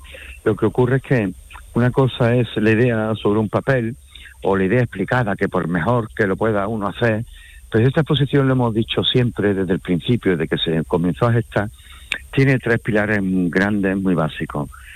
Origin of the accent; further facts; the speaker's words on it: Granada, Andalusia, Spain; Bien sabemos cómo somos los granadinos de carácter